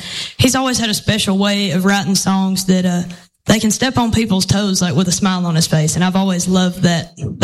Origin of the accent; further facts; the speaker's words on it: Celina, Tennessee, United States; I'm from Salina. If any of y'all know where that's at, Del Hollow Lake's about the biggest thing we've got going on around there. But I'm pretty proud to be from a small place. We still don't have a red light.